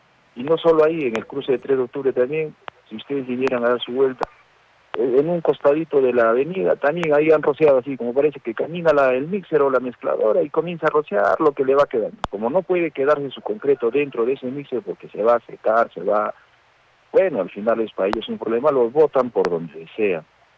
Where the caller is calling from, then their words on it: Arequipa, Peru; yo soy un poblador del Instituto José Luis Sarmiento Rivero, de Simón Bolívar, en la parte ya cerca al cruce de Sabandía